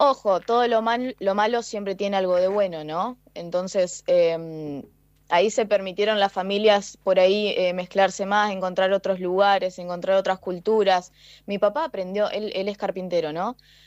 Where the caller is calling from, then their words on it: Buenos Aires Province, Argentina; ahora estoy en Buenos Aires, en zona norte.